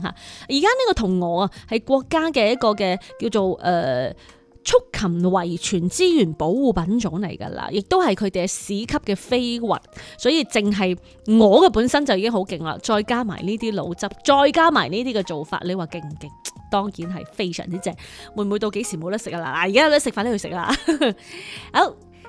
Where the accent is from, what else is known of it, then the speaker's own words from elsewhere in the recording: Guangdong, China; 唔单止湖南人嘅，我哋广东人嘅腊味都有呢种感觉吓。